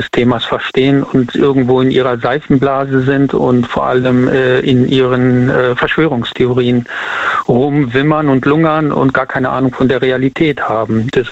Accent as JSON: {"language": "German", "town": "Siegburg", "region": "North Rhine-Westphalia", "country": "Germany", "said": "Ich komme aus Siegburg."}